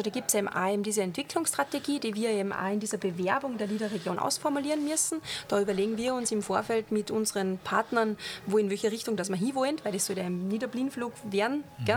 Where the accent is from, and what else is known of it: Austria